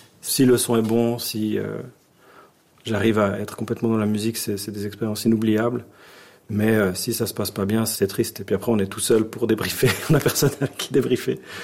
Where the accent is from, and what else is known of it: Switzerland